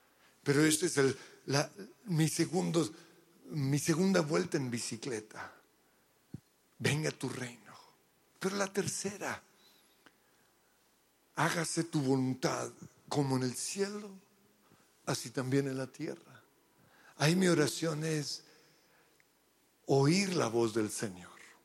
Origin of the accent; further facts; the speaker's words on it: Australia; accent: Colombian; also born or lived in Colombia; yo soy australiano, ¿no? Yo hablo como colombiano, pero soy australiano, de esos blancos horribles, sí, ese soy yo.